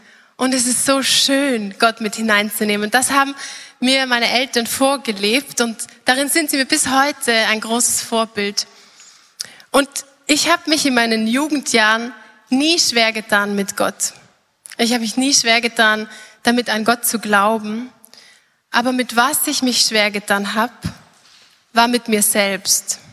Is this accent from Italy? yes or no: yes; Trentino-Alto Adige, Italy; accent: South Tyrolean; Und ich komme zwar aus Südtirol und vielleicht erwartet ihr euch einen starken Dialekt